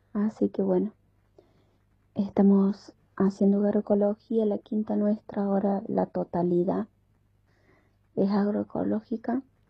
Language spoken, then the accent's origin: Spanish; Pilar, Córdoba, Argentina; Nosotros somos de Pilar, departamento Río Segundo.